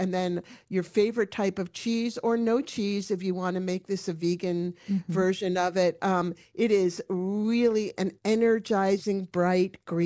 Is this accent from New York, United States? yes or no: yes; New York, United States; growing up in New York, you know, the big treat was we're going for an Italian.